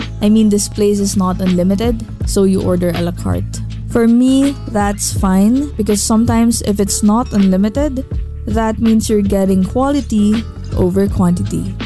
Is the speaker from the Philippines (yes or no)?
yes; Philippines; As a Filipino, I really cannot eat good meat with noodles or veggies or any other thing.